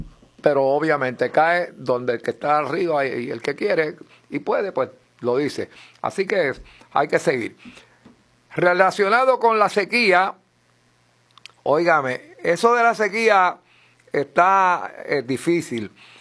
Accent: Puerto Rico; nosotros nos preocupamos como puertorriqueños

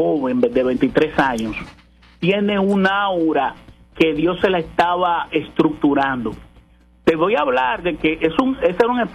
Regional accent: Dominican Republic; yo tengo que decirle que soy dominicano.

